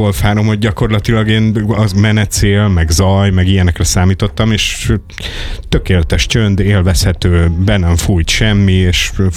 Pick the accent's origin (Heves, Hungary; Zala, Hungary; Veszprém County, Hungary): Zala, Hungary; én ott nőttem föl Zala megyébe, és konkrétan ismerem ezt a falut